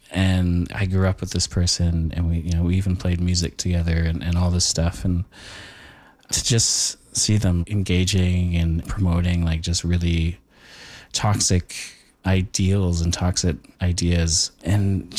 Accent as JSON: {"language": "English", "town": "Thunder Bay", "region": "Ontario", "country": "Canada", "tie": "born or raised there", "said": "I grew up in the North and I can kind of see where that ends. You know, I grew up in Thunder Bay and a lot of that kind of language was used up there and it matters."}